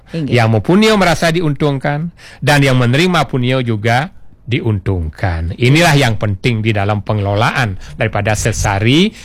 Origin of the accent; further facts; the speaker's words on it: Bali, Indonesia; kami ingat pada waktu kecil di Petulangan